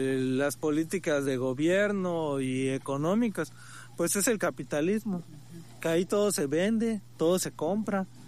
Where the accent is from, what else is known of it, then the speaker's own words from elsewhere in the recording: Bacalar, Quintana Roo, Mexico; la gente que somos de Bacalar.